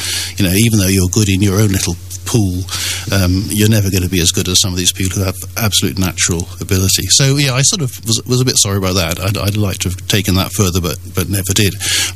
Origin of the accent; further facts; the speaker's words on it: Cheltenham, South West England, United Kingdom; born there; moved away; I was born in Cheltenham and we lived round about Catherley Park. In fact, we lived on Bournside Road